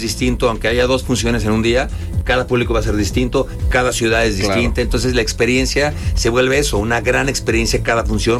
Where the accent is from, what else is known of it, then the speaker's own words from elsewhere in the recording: Querétaro, Mexico; Yo soy de Querétaro.